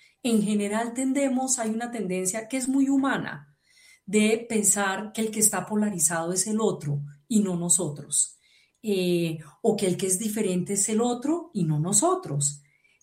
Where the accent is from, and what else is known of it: Colombia